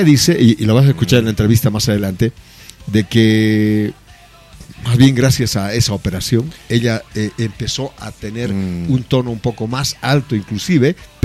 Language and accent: Spanish; Argentina; Yo argentino, ¿viste?